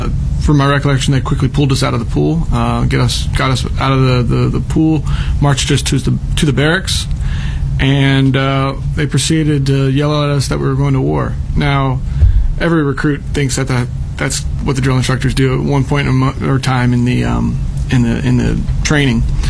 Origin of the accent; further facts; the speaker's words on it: Burke, Virginia, United States; Born and raised in Fairfax, Virginia. I grew up in Burke. In fact, my parents still live in the mean streets of Burke.